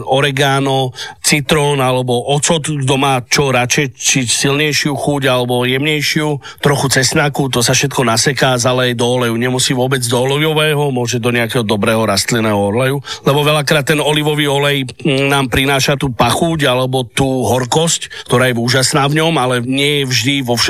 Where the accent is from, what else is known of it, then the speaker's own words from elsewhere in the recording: Trenčín, Trenčín Region, Slovakia; moved away as an adult; also born or lived in Dominican Republic / Argentina / Uruguay / Tenerife; ten Trenčín, odkiaľ som, bude taká centrála, kde bývam